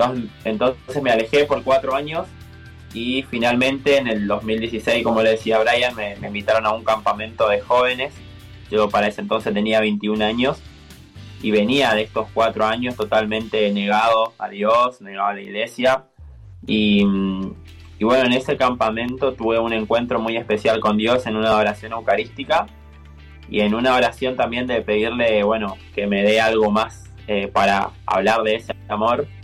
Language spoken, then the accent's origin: Spanish; San Pedro, Misiones, Argentina; moved away as an adult; now in Buenos Aires, Argentina; Mi pueblo es muy chiquito, así que tampoco, digamos, crecí en un ambiente donde había rap, o sea, cero. Y a nivel redes sociales y demás, yo terminé la secundaria sin tener luz eléctrica en mi casa